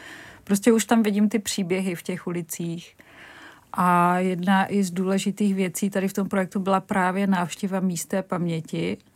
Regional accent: Brno, South Moravian Region, Czechia; my jsme byli vždycky Brňáci a nějaká národnost, ať už česká nebo německá, v tom nehrála žádnou roli.

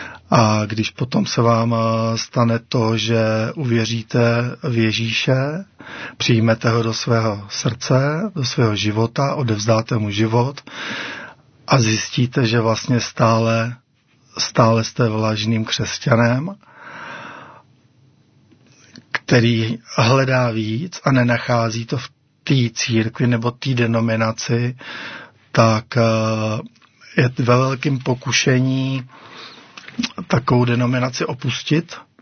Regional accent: Chrast, Pardubice Region, Czechia; Jsem z Chrasti u Chrudimi.

